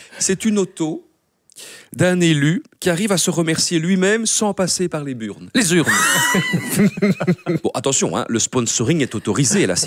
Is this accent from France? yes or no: no; Belgium; Chez nous, en Belgique, une intercommunale qui magouille, c'est une appellation d'origine contrôlée.